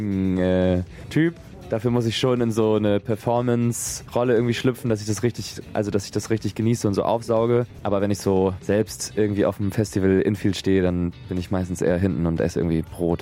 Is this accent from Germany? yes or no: yes; Bremerhaven, Bremen, Germany; Wir kommen einfach hier aus der Region